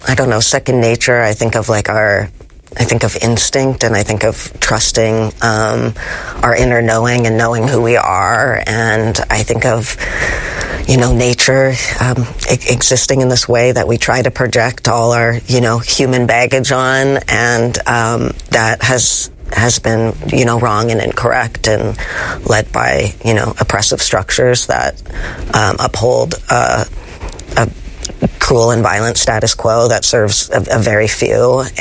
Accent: Halifax, Nova Scotia, Canada; I grew up in Halifax, Nova Scotia, in the, you know, 90s and early 2000s.

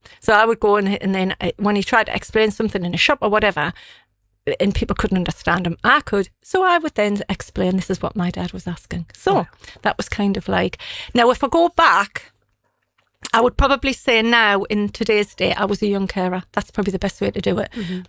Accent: Newbiggin-by-the-Sea, North East England, United Kingdom; I was born in Newbiggin by the sea.

